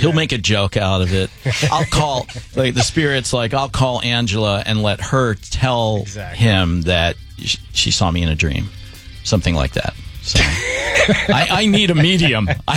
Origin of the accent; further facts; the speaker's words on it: Ohio, United States; born there; Bad things happen in Ohio. I was born in Ohio.